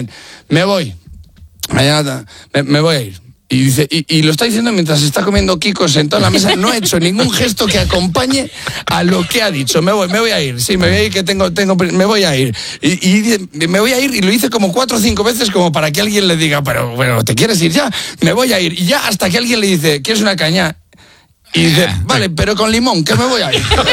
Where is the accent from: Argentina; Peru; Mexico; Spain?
Spain; Valladolid, Castile and León; porque yo soy de Valladolid es que se nos da el mal la primera a todos los de esa ciudad